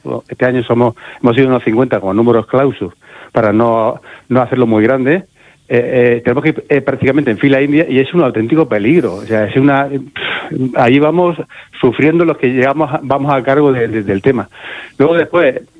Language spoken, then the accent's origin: Spanish; La Manga del Mar Menor, Region of Murcia, Spain; somos de La Manga